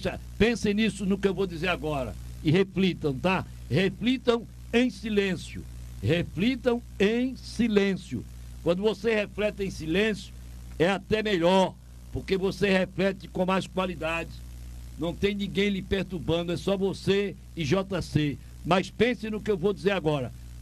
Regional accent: Toritama, Pernambuco, Brazil; born or raised there

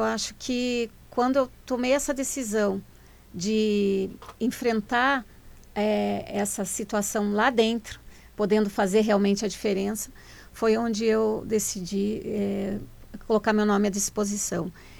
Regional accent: Cascavel, Paraná, Brazil; eu amo o Paraná, sou de Cascavel

